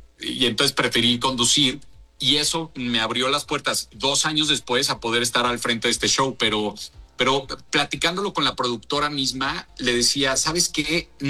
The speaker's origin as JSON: {"language": "Spanish", "country": "Mexico", "said": "construyendo una firma como artista mexicano"}